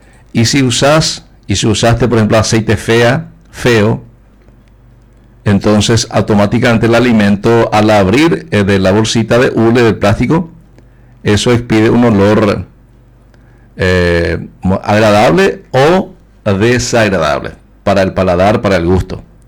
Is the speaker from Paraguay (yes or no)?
yes; Paraguay; Yo soy norteño y aquí en la mañana al despertar, pulso del día.